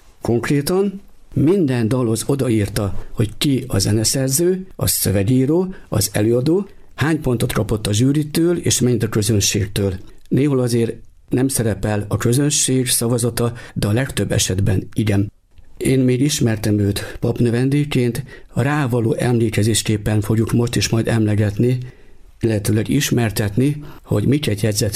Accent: Nógrád, Hungary; Én Nógrád megyéből származom, és nálunk nincs vasúti közlekedés, hanem Aszód a legközelebbi vasútállomás, ide busszal tudtunk utazni.

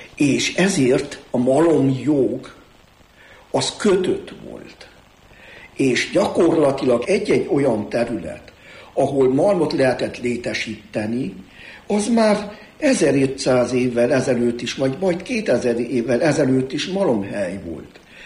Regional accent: Székely Land, Romania; now in Hungary; az én szülőföldem, Székelyföld sajnálatos módon kisebbségi sorban él.

